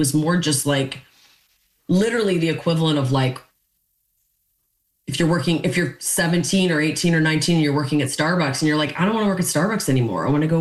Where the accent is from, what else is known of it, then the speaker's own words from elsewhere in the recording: Canada; because of my childhood and the way I was raised and being Canadian, like I weirdly didn't really even process it.